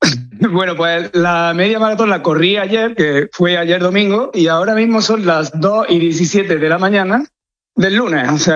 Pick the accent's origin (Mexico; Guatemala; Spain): Spain; Lucena, Andalusia; además soy paisano de Manolo Lama, soy de Lucena.